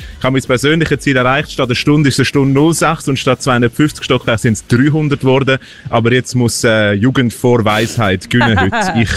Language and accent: German; Zurich, Switzerland; Das langen wir als Zürcher.